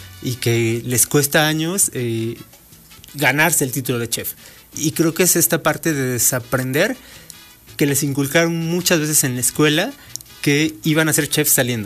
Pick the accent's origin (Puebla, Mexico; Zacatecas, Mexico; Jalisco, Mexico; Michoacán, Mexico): Puebla, Mexico; nosotros viajamos a otro estado como poblanos